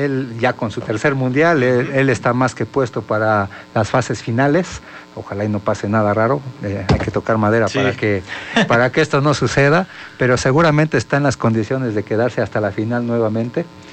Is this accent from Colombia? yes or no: no; Mexico; orgullosos como mexicanos